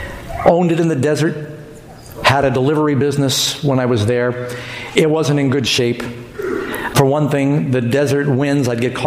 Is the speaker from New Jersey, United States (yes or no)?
no; New York City, New York, United States; moved away; I grew up in New York City taking a bus and a subway.